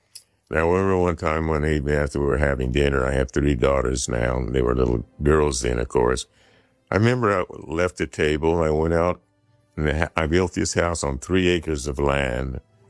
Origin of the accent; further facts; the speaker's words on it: Centerville, Iowa, United States; moved away; when I was a kid growing up in Centerville, Iowa